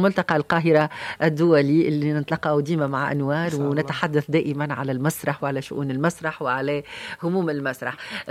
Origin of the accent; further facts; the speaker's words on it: Tunisia; في العزيزة بلادي تونس الحب.